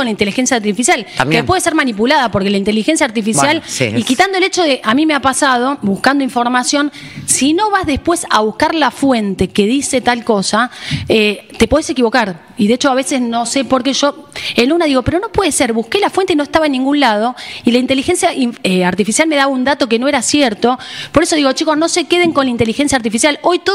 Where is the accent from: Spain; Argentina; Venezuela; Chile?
Argentina; nosotros como argentinos nos queda mucho por aprender.